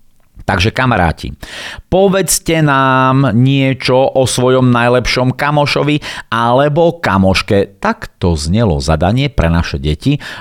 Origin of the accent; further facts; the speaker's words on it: Bardejov, Prešov Region, Slovakia; narodil som sa v Bardejove, v takom malom mestečku a býval som v takej bytovke Kapiaťka